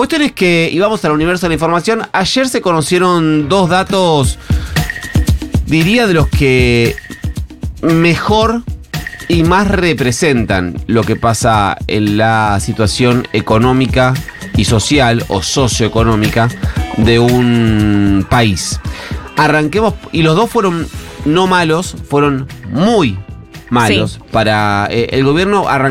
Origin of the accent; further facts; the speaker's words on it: Argentina; 47 millones como somos en Argentina